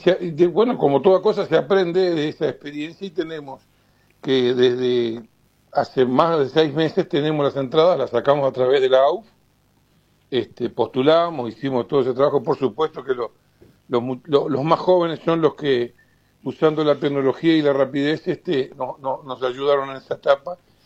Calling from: Uruguay; como lo vivimos nosotros a la uruguaya.

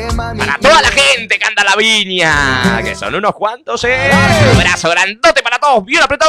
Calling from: Canelón Chico, Canelones, Uruguay; Hola, buenas tardes, Gonzalo. … de Canelón Chico.

